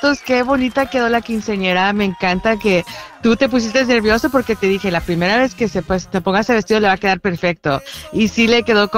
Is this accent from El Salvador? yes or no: yes; El Salvador; now in Downey, United States